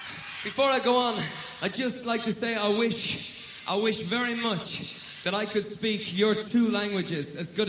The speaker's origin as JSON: {"language": "English", "town": "Dublin", "region": "Leinster", "country": "Ireland", "tie": "born or raised there", "said": "inspired by Dublin City, by the street where I lived"}